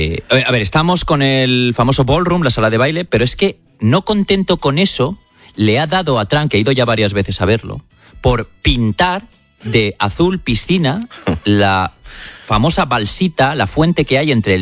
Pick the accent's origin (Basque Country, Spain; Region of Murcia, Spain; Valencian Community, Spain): Valencian Community, Spain; Valencia; cuando saben que soy español, ¿Barça o Real Madrid? Yo digo, ninguno, yo soy del Valencia. Yo soy che.